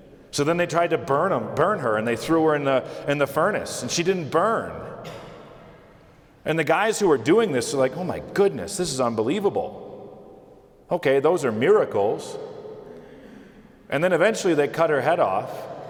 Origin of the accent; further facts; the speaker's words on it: New York, United States; I'm a New Yorker.